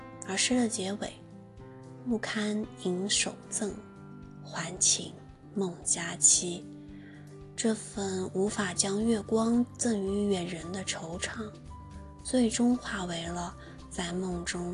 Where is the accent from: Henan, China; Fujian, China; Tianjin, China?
Fujian, China; Xiamen; moved away as an adult; now in Hong Kong, China; 我是一个在海滨城市厦门出生长大的孩子，甚至连大学也选择留在了厦门，因此来到香港读研究生是我人生中第一次真正意义上离开家，独自在外生活。